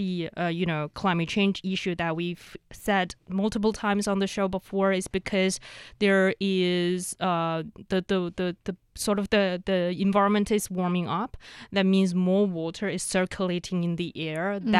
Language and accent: English; Inner Mongolia, China; and even my hometown. You know, it's a very, very inland region in Mongolia.